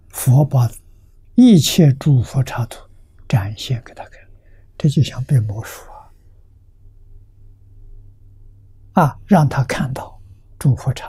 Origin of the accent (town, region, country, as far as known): China